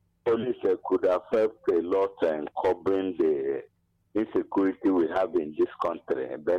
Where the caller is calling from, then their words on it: Agbani, Enugu State, Nigeria; I'm calling from Agbapani, Kenugu.